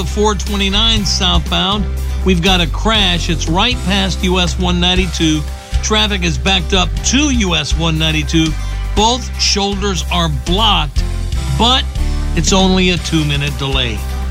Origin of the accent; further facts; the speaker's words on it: Tampa, Florida, United States; also born or lived in Cuba / Boston; And, you know, I was raised in Tampa. So I came to the United States from Cuba when my parents fled communism in Cuba back in 1961. We spent 3 years in Boston.